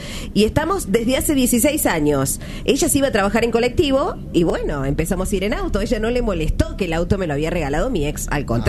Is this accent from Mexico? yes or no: no; Buenos Aires, Argentina